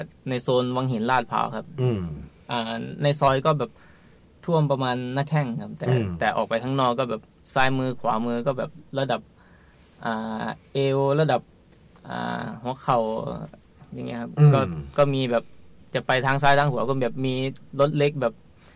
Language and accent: Thai; Khemarat, Ubon Ratchathani, Thailand; เป็นคนจังหวัดอุบลราชธานีครับที่อำเภอเขมราชครับ